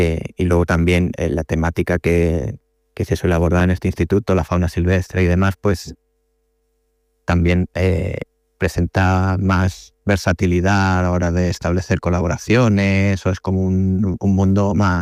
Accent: Santa Maria del Camí, Balearic Islands, Spain; moved away as an adult; also born or lived in León; now in Ciudad Real, Spain; Yo no soy culipardo, soy mallorquín. Vengo de las Islas Baleares y bueno, de un pueblecito del interior. Bueno, de cerca de Palma, realmente, Santa María del Camino.

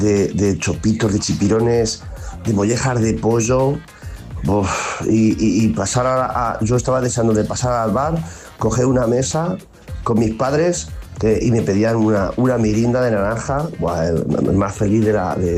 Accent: Corral de Almaguer, Castilla-La Mancha, Spain; En las fiestas de mi pueblo, en Coronado del Maguer

